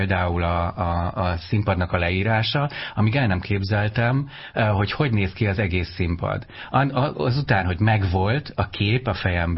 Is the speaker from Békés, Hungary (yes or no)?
no; Ózd, Borsod-Abaúj-Zemplén, Hungary; Én Ózdon születtem. Na hát Ózdról köztudomásul, hogy nincsen ott színház. Közelben Egerben van, de valahogy Egerben nem jutottam el színházba, tehát én gyerekként, én bizony a Magyar Televízión keresztül szocializálódtam a színház irányába.